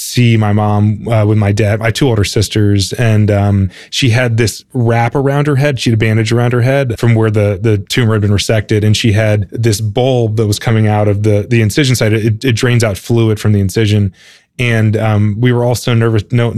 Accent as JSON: {"language": "English", "town": "Raleigh", "region": "North Carolina", "country": "United States", "tie": "born or raised there", "said": "I grew up in Raleigh, North Carolina, where college sports are really big"}